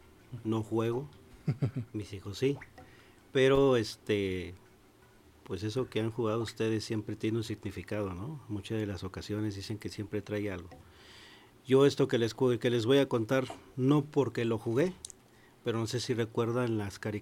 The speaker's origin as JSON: {"language": "Spanish", "region": "Guanajuato", "country": "Mexico", "moved": "yes", "said": "yo vengo de Guanajuato."}